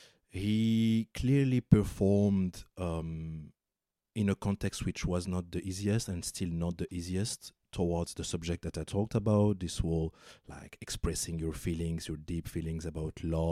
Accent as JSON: {"language": "English", "country": "Morocco", "tie": "born or raised there", "said": "I grew up in Morocco, and his presence as such, and also the presence of Fry, has always been extremely great and deep within also Moroccan society."}